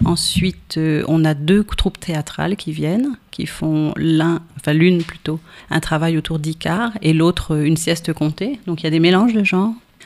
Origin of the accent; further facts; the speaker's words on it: Centre-Val de Loire, France; soit du sud, l'Auchois d'où je viens moi